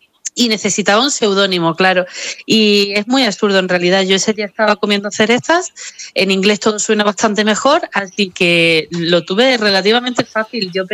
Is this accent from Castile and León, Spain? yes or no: no; Coín, Andalusia, Spain; yo soy malagueña de nacimiento, sigo viviendo en mi pueblo, también de Málaga